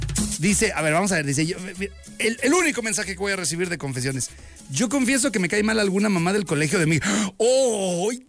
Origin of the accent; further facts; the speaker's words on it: Saltillo, Coahuila, Mexico; Yo soy de Saltillo. ¿En qué calle nací? No sé.